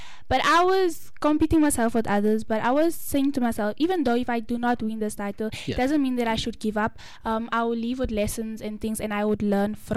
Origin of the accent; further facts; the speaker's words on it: Johannesburg, Gauteng, South Africa; I am from Westbury.